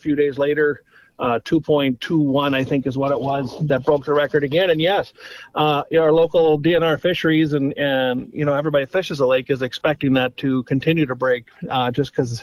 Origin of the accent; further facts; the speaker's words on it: United States; I grew up on Big Stone Lake